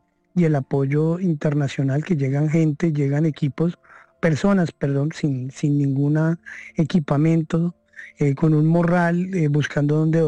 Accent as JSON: {"language": "Spanish", "region": "Bogotá", "country": "Colombia"}